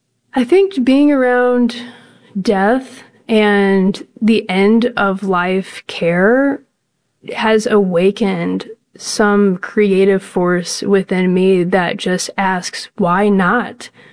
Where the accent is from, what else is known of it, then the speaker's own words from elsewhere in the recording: St. Louis, Missouri, United States; I'm from St. Louis, Missouri.